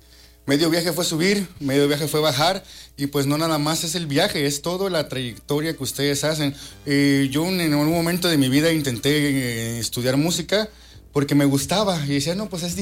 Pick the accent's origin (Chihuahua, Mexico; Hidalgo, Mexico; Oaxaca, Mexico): Oaxaca, Mexico; Tuxtepec; accent: Tuxtepec; mi léxico, mi forma de hablar es el de Tuxtepec, y pues yo ya me la sé, pues, o sea, y pues realmente ni para decir que no, porque pues tenemos esa singularidad, esa peculiaridad que pues solamente los tuxtepecanos la desarrollamos.